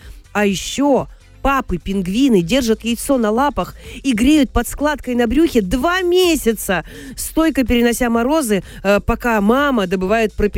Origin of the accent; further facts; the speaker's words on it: Kirov, Kirov Oblast, Russia; moved away; я, приехав из Кирова в Москву в первый раз